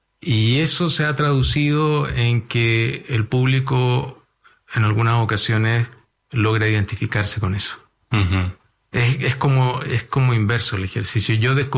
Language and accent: Spanish; Arauco, Biobío, Chile; en la playa de Arauco, de mi pueblo natal.